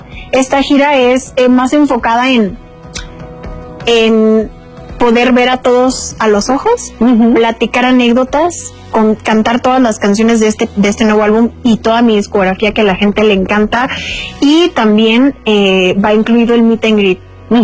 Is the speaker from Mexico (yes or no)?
yes; Culiacán, Sinaloa, Mexico; Yo soy de Culiacán.